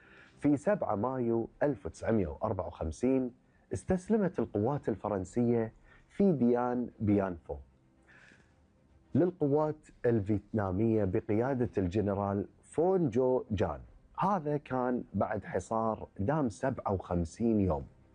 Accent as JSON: {"language": "Arabic", "country": "Kuwait", "said": "ديرتنا الحبيبة الكويت"}